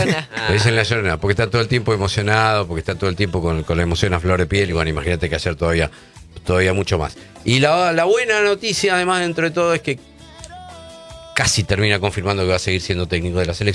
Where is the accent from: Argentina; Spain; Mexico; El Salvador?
Argentina; Soy argentino.